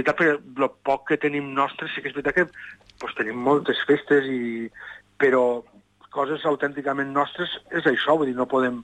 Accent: Valencian Community, Spain; nosaltres som del País Valencià

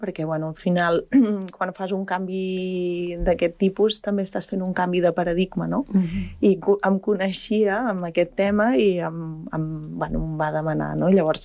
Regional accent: La Granada, Catalonia, Spain; born there; visc a 5 cases de la cooperativa del meu poble, que és la Granada

